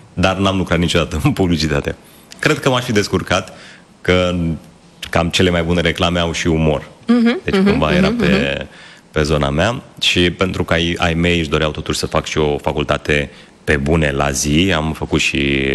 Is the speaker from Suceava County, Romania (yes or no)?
yes; Suceava, Suceava County, Romania; moved away as an adult; now in Bucharest, Romania; pentru mine venirea în București a fost destul de copleșitoare așa, am venit din Suceava